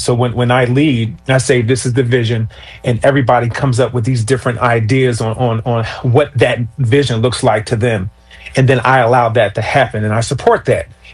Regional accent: Philadelphia, Pennsylvania, United States; when I grew up in South Philly

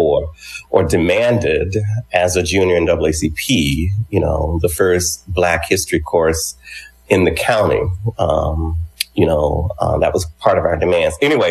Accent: Manchester, Georgia, United States; I grew up in Manchester, Georgia, which is a rural town in west central Georgia, about an hour, 15 minutes south of Atlanta.

